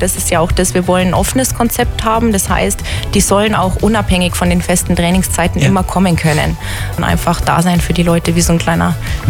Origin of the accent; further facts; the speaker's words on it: Munich, Bavaria, Germany; war ich mit der Mama schon auf der Wiesn in meiner Mini-Lederhosen. Ja, für mich ist halt einfach meine Heimat und für mich ist auch so, wo ich sage, München ist einfach von der Lage toll